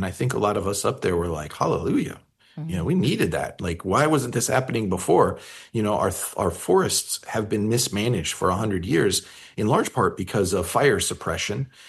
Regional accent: Colorado, United States; also born or lived in Chester, California; Cause I grew up in Colorado, and up near Chester, which is Northeast California.

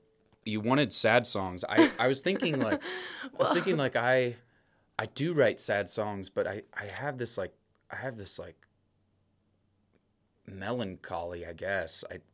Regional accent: Pocatello, Idaho, United States; I grew up in Pocatello, Idaho, southern Idaho.

